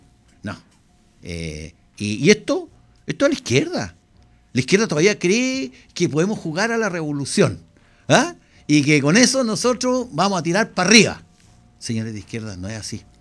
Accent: Chile

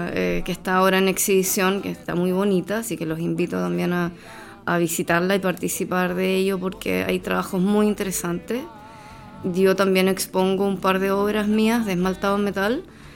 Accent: Peumo, O'Higgins, Chile; moved away as an adult; also born or lived in Santiago / Viña del Mar / Reñaca; crecí en Peumo y luego, bueno, salí del colegio, me fui a vivir a Santiago, después estuve muchos años en Viña viviendo en la quinta región, en Reñaca.

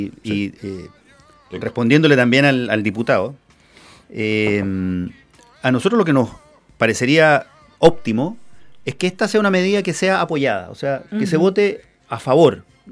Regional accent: Chile; como chilenos, digamos, estamos empeñados y convencidos de que el esfuerzo es lo que nos mueve

